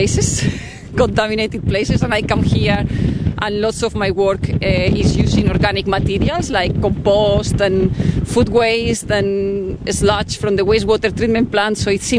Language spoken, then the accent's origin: English; Madrid, Community of Madrid, Spain; moved away as an adult; now in Christchurch, New Zealand; Yes, yes, I grew up in Madrid. So yeah, very big city compared with Christchurch.